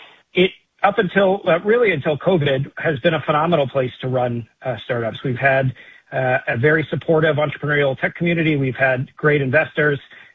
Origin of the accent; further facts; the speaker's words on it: Tacoma, Washington, United States; You know, I grew up in Tacoma.